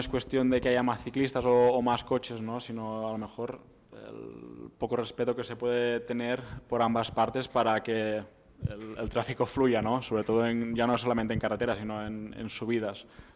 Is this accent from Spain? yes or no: yes; Balearic Islands, Spain; now in Mallorca, Spain